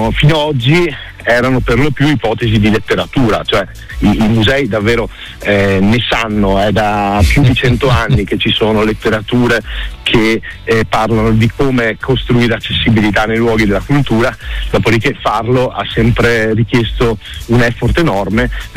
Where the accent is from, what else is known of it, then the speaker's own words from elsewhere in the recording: Dolomites, Italy; mi ricordo, il primo del mio paese, abitavo in un piccolo paese sulle Dolomiti, sono stato il primo del mio paese ad avere internet, avevo 10 anni